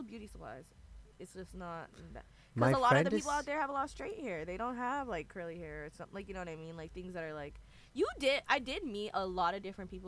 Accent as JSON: {"language": "English", "area": "the Bay Area", "region": "California", "country": "United States", "tie": "born or raised there", "said": "I'm from the Bay, and, like, I've just grown up here"}